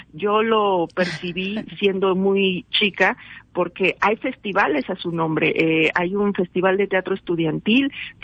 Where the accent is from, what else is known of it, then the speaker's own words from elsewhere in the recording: Mexico; Vivimos la tragedia, pero al mismo tiempo nos burlamos de la tragedia como buenos mexicanos y mexicanas que somos, ¿no?